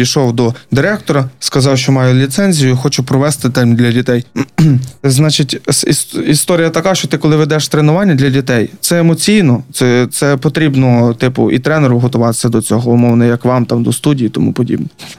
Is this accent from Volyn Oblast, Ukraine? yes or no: yes; Volyn Oblast, Ukraine; Воно мені дуже схоже на мою рідну область Волинську.